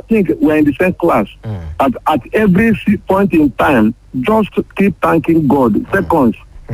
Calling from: Akure, Ondo, Nigeria; Hello, good morning. … calling from Eta Obolu, Akure North.

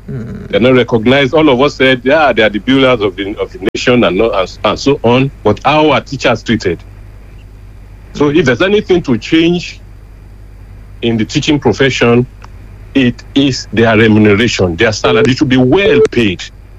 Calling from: Akure, Ondo, Nigeria; I'm calling from Akure.

